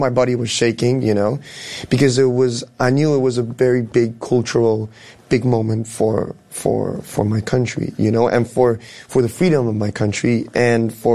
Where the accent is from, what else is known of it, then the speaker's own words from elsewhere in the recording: Venezuela; moved away; my home country is going through what it's going through